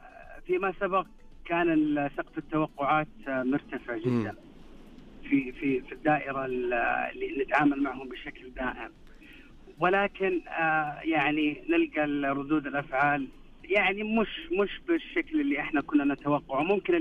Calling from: Riyadh, Riyadh Province, Saudi Arabia; أنا أكلمك من الرياض

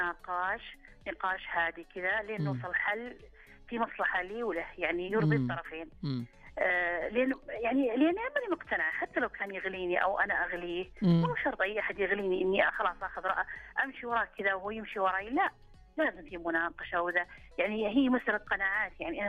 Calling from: Riyadh, Riyadh Province, Saudi Arabia; أنا كل من الرياض طبعا.

